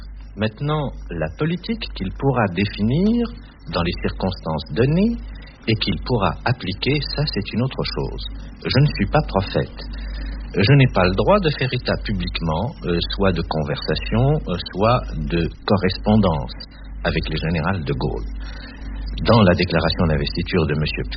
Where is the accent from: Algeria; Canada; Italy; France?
Algeria; Kabylie; born there; first language Kabyle; je suis en même temps et indivisément algérien parce que je suis né en Kabylie de père et mère kabyle, que le kabyle est concurremment avec le français ma langue maternelle